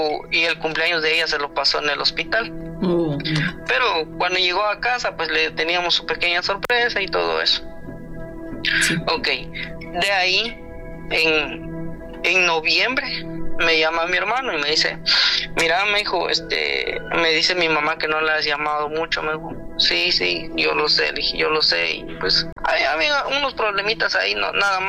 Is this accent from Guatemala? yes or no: yes; Guatemala; now in United States; Sí, yo soy de Guatemala, ella allá en el pueblo.